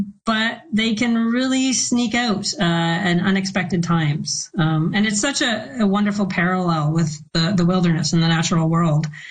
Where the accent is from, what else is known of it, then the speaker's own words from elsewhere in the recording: Winnipeg, Manitoba, Canada; moved away as an adult; now in Ottawa, Canada; I'm originally from Winnipeg, and I have a lot of family in Thunder Bay